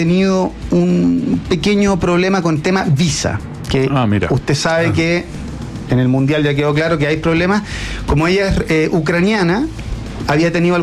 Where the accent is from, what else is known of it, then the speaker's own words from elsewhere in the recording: Osorno, Los Lagos, Chile; Sí. Yo soy sureño. Yo soy de Osorno.